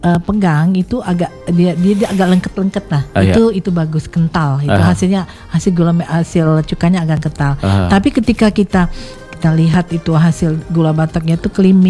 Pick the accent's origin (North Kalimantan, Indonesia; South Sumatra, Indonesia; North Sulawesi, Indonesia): South Sumatra, Indonesia; Palembang; Kan kita orang Prembang nih, kan.